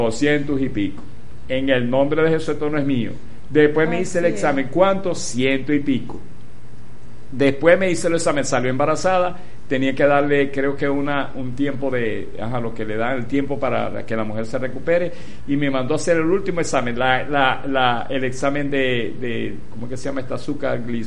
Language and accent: Spanish; Venezuela; porque así somos los venezolanos